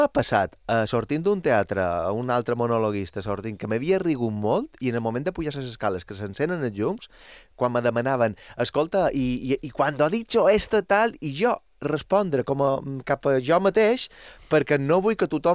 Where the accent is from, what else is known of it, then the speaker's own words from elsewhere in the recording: Balearic Islands, Spain; Veus, com a mallorquí, és l'únic que no vull.